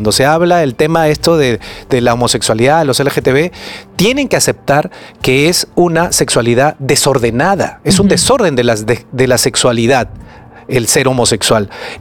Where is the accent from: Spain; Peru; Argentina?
Peru